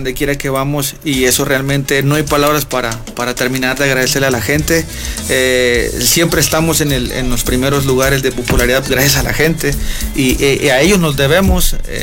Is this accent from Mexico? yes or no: yes; Ébano, San Luis Potosí, Mexico; No, somos de San Luis